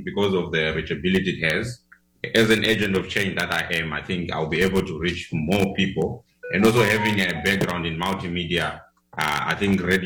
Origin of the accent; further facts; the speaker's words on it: Zimbabwe; now in Cape Town, South Africa; I'm from Zimbabwe originally, but I'm currently based in Cape Town.